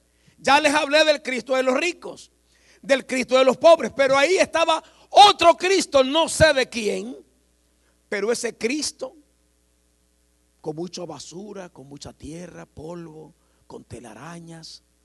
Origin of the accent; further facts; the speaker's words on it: Nicaragua; born there; En el país donde yo nací, hubo una revolución, hubo una guerra, donde murieron 50 mil personas. Para un país pequeño en población, grande en territorio, pero pequeño en población